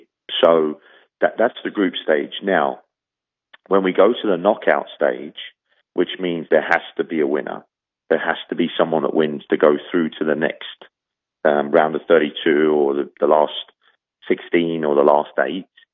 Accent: England, United Kingdom; as an Englishman

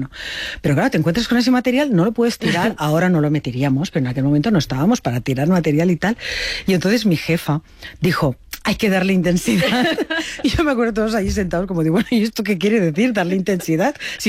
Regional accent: Spain

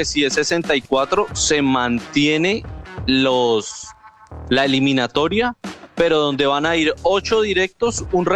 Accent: Colombia; nos tocaría como colombianos

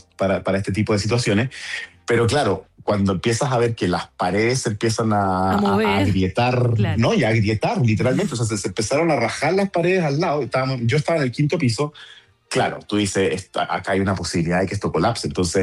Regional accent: Chile; Yo, como chileno, esperé un rato, típico

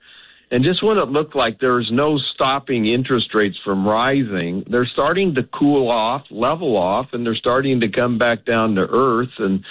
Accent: San Diego, California, United States; born or raised there

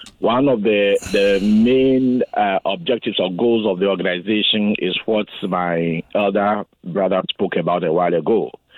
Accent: Ghana; like you said, I'm from Ghana, but I'm currently on an assignment in New York.

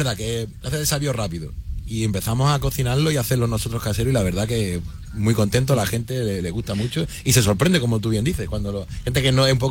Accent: Balearic Islands, Spain; born there; yo aunque lo disimulo muy bien, nací en Menorca.

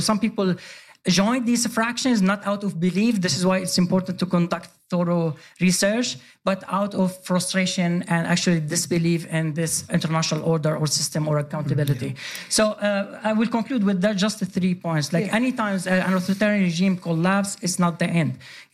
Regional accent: Sweden; No, very appreciated because I grew up in Sweden.

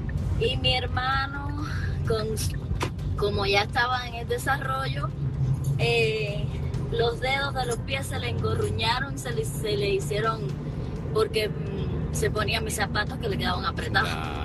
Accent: Cuba; moved away; soy cubana

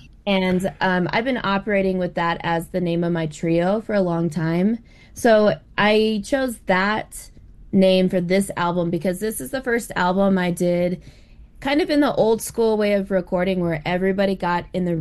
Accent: Alaska, United States; also born or lived in Miami; now in Denver, United States; I'm based here in Denver. I'm originally from Alaska, and my roots are in the Tsimshian and Tsuk'ipiaq tribes.

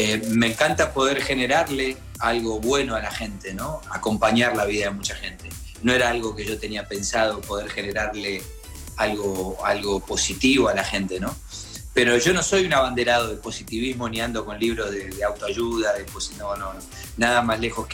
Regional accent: Buenos Aires, Argentina; soy de Buenos Aires, de donde viene el tango, sufrido, nostálgico y sentimental.

